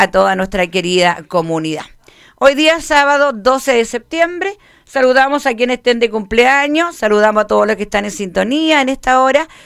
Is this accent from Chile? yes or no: yes; Aysén, Chile; Así que como buenos chilenos, obviamente ahí tienen que colocar sus banderitas, pues, ¿ya?